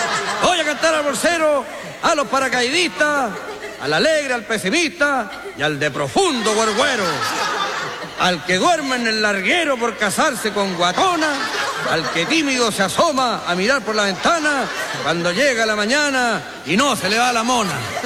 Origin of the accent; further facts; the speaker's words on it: Temuco, Araucanía, Chile; Bueno, lo que pasa es que yo soy de Temuco. Temuco es una ciudad muy bonita, oiga.